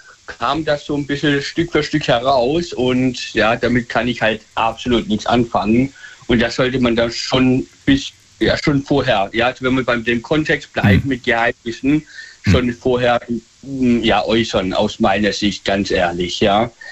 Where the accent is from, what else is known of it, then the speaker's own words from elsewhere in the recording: Michelstadt, Hesse, Germany; Ja, aus Michelstadt, Hessen.